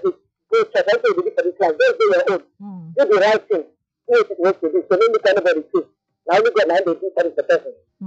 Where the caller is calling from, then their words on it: Nairobi, Kenya; I'm from Nairobi.